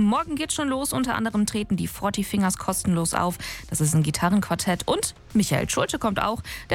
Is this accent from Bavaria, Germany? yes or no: no; Aachen, North Rhine-Westphalia, Germany; Inzwischen sind wir Aachener den Trubel ja gewohnt